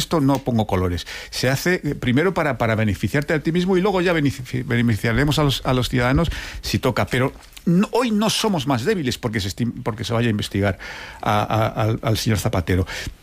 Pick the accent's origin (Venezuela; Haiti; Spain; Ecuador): Spain; yo como español no quiero que un expresidente de mi país esté investigado